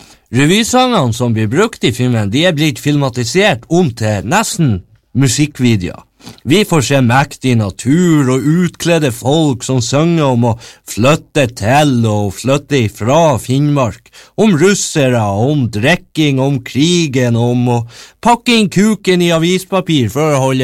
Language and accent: Swedish; Norrland, Sweden; jag är kanske inhabil siden jag är norrlänning, lagar lokalrevy en gång i året, kommer ifrån en liten plats och är av och till i hemlängsel.